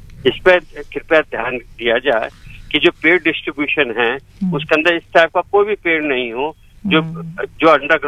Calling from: Ghaziabad, Uttar Pradesh, India; मैं गाजियाबाद से बोल रहा हूँ

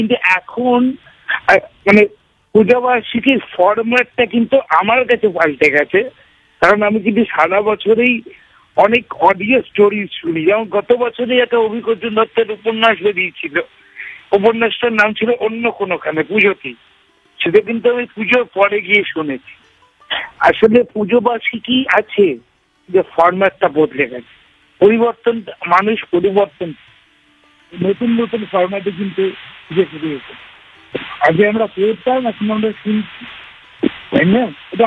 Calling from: Malda, West Bengal, India; আমি মালদা থেকে

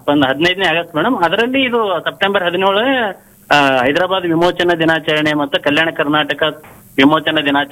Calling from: Kalaburagi district, Karnataka, India

